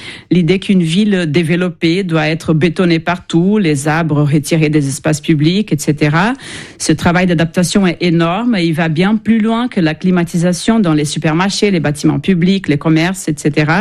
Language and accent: French; Brazil; now in France; Ça fait 20 ans que je suis en France et je réalise à quel point on ne parle pas du tout de vagues de chaleur au Brésil.